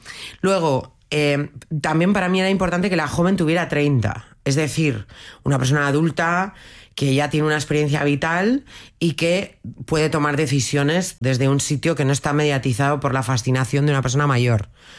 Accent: Basque Country, Spain; Pues porque somos gente peleona, porque vivir en Bilbao es difícil

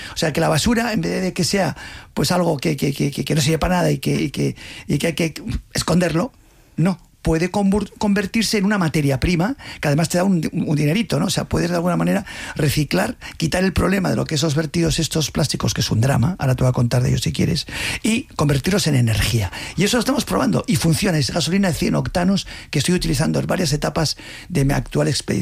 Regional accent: Pamplona, Navarre, Spain; born there; also born or lived in Madrid / Germany / Russia / United States; yo nací en Pamplona, pero he vivido mucho en Madrid, he vivido también en el extranjero, más de la mitad de mi vida he vivido fuera, mucho en Alemania, en Rusia, he vivido mucho en Estados Unidos

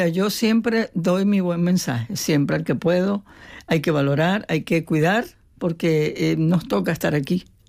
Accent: Gijón, Asturias, Spain; born there; yo amo España, porque yo nací en Gijón

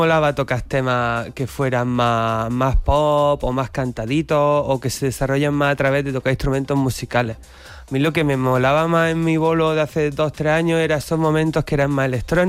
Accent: Granada, Andalusia, Spain; pero yo no soy Balearic, yo soy andaluz, de Granada.

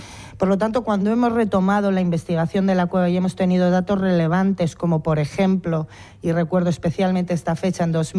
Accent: Zaragoza, Aragon, Spain; moved away as an adult; now in Cantabria, Spain; yo soy de Zaragoza y que aterricé en Cantabria precisamente porque elegí como destino venir a trabajar a Altamira

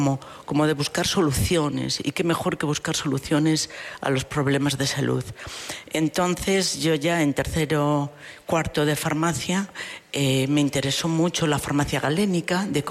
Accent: Carrizo, Castile and León, Spain; Me siento tremendamente unida a mi pueblo de Carrizo.

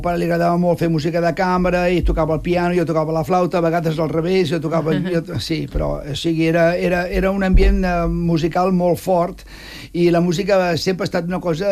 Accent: Catalonia, Spain; Però això és un deure moral com a català.

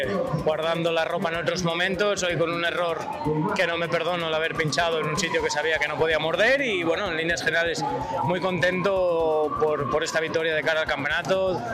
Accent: Asturias, Spain; como asturiano es un gran honor

